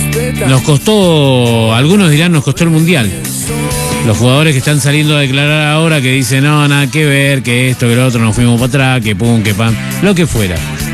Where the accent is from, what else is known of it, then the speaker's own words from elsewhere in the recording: Argentina; nosotros mismos como ciudadanos argentinos